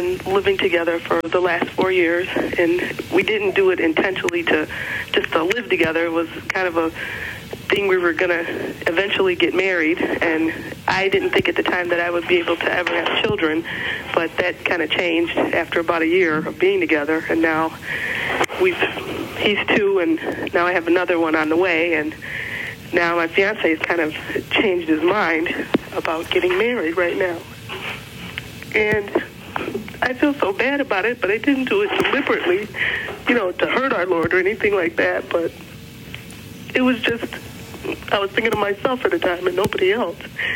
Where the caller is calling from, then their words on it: Chicago, Illinois, United States; I'm calling from Chicago.